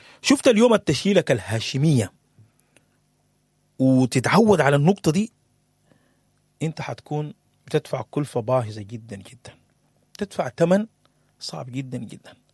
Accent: Sudan

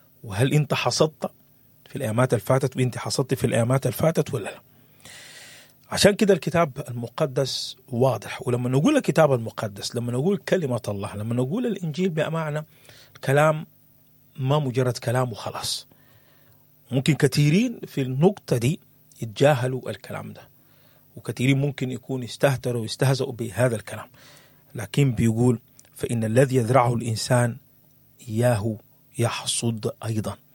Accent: Sudan; شوفوا الدمار الموجود في بلدنا السودان.

